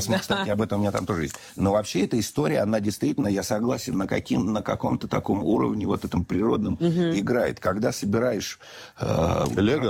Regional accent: Moscow, Russia; Я рассказал, мы москвичи.

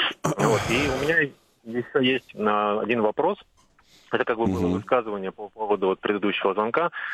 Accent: Belarus; now in Moscow, Russia; А я из Беларуси, но уже на протяжении последних 15 лет проживаю в Москве. У меня дочка, жена москвичка.

